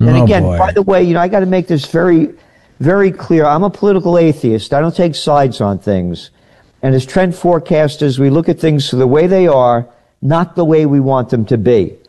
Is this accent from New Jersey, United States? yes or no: no; Bronx, New York, United States; now in Kingston, United States; it's not the New York I grew up in the Bronx. It's a whole different trip.